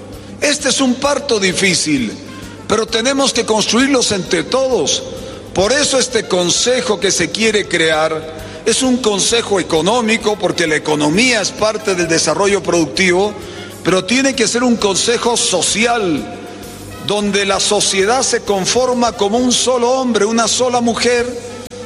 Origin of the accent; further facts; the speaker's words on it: Bolivia; Aquí todos somos bolivianos, aquí todos somos parte de la misma patria